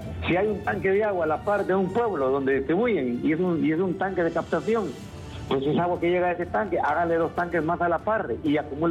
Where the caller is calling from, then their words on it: Santa Rosa de Copán, Copán, Honduras; Santa Rosa de Copán.